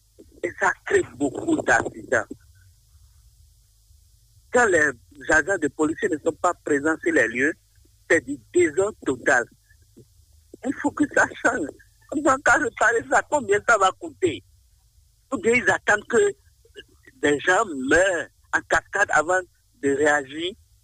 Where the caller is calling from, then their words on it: Cotonou, Littoral, Benin; Nous sommes à Cotonou. Dans le 12e arrondissement.